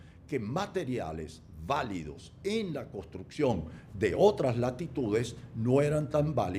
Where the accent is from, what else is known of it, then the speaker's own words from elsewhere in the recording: Venezuela; Aquí se aplicaron materiales que nunca los habíamos utilizado aquí en Venezuela